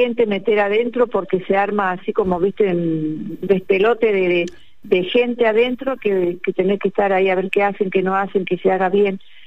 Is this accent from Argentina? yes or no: yes; Rosario, Santa Fe, Argentina; now in Córdoba, Argentina